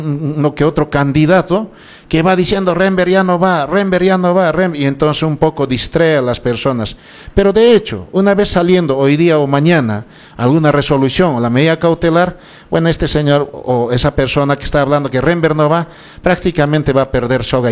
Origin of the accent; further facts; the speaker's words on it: Lamay, Cusco, Peru; nuestra candidatura está firme en nuestro pueblo de Lamay, queridos conciudadanos, y las 13 comunidades de mi distrito de Lamay.